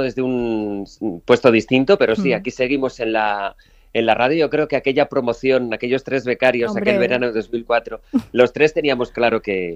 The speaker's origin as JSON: {"language": "Spanish", "country": "Spain", "lives_now": "Madrid, Spain", "said": "Madrid, trabajo en Madrid, pero yo todos los fines de semana estoy aquí. Soy un tipo muy de pueblo, sí. Soy de la Ribera"}